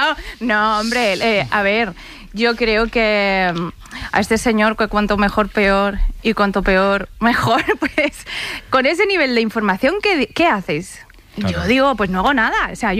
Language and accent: Spanish; Spain; al principio de la carrera, que es demostrar que soy española